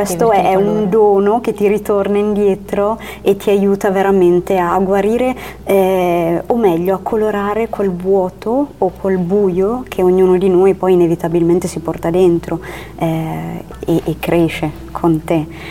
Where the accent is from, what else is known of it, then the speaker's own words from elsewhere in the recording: Ethiopia; tornare in Etiopia è stato bello perché comunque ho ritrovato la mia terra e nelle persone, nell'ambiente, nella natura, perché io poi avevo tanti ricordi anche proprio del mondo che mi circondava